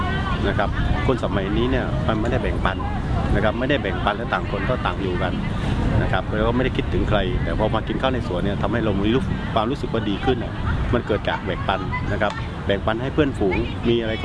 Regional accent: Southern Thailand, Thailand; now in Bangkok, Thailand; ผมจริงๆแล้วเป็นคนใต้ครับนะครับผมอยู่จังหวัด ตังนะครับแล้วก็มาอยู่กรุงเทพจริงๆก็กับตั้งแต่ปี38

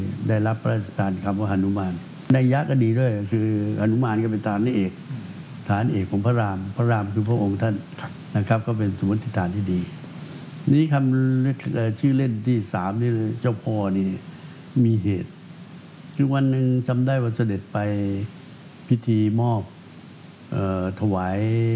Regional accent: Phetchaburi, Thailand; ผมเป็นคนเพชรบุรี

